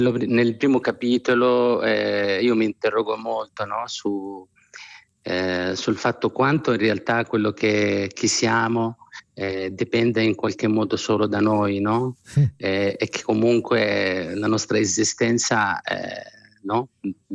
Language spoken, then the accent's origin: Italian; Amman, Amman Governorate, Jordan; Italian is a second language; Io sono nata ad Amman, sono cresciuto in una famiglia numerosa, in una casa dove c'era affetto, tradizione, religione, ma anche tante domande.